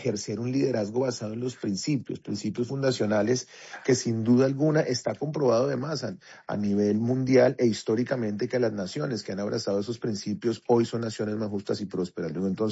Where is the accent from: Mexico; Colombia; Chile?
Colombia; a entender que somos colombianos y que vamos a gobernar para todos. En Colombia cabemos todos.